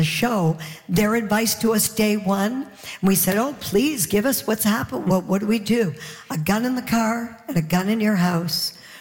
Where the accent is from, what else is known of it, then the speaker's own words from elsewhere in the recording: Canada; But I'm Canadian.